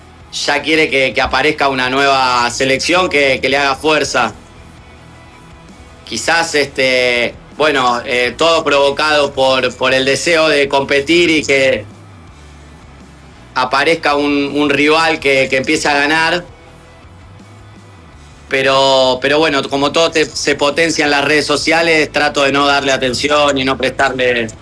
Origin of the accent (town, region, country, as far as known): Argentina